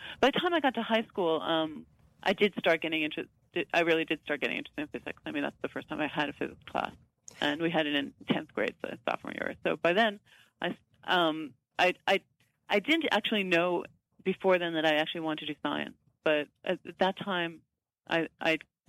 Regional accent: Queens, New York, United States; Hi. I grew up in Queens, in New York.

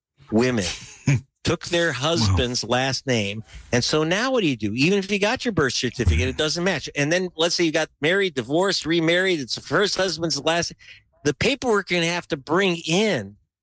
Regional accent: Pacoima, California, United States; That when I'm from Pacoima, there ain't a lot of Pacas that go skiing and have their passport.

